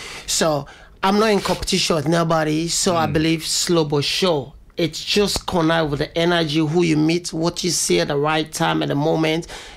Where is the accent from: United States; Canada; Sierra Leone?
Sierra Leone; moved away; But I'm from Sierra Leone.